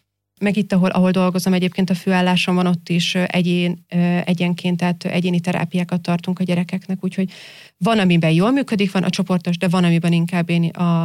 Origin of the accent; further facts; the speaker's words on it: Győr, Győr-Moson-Sopron, Hungary; moved away as an adult; now in Austria; otthon Győrben dolgoztam a pedagógiai szakszolgálatnál